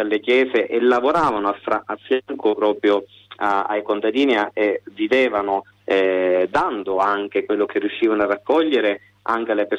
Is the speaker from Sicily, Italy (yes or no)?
yes; Sicily, Italy; sono voluto ritornare alla mia terra in Sicilia a riscoprire dei percorsi storici proprio nei luoghi dove sono cresciuto.